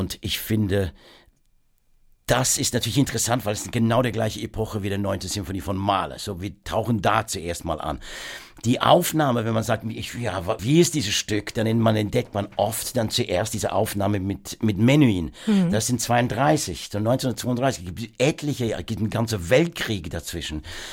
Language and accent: German; Worcester, West Midlands, United Kingdom; German is a second language; moved away; ich bin natürlich in Worcester aufgewachsen.